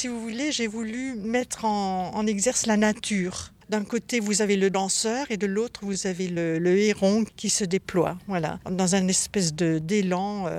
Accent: Compiègne, Hauts-de-France, France; je suis de Compiègne.

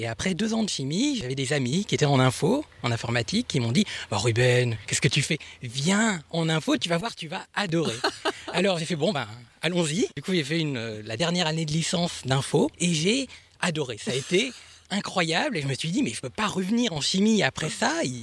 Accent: Béthisy-Saint-Pierre, Hauts-de-France, France; born or raised there; now in Japan

